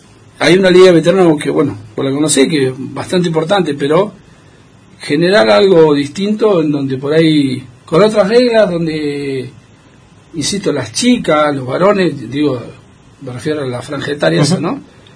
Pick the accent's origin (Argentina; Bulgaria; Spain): Argentina; somos argentinos